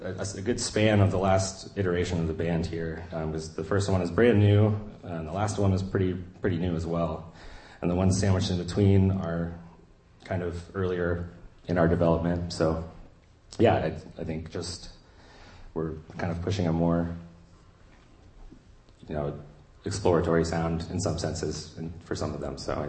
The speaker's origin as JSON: {"language": "English", "town": "Chapel Hill", "region": "North Carolina", "country": "United States", "tie": "born or raised there", "said": "And Anders and I go way back, actually, to my hometown of North Carolina, Chapel Hill."}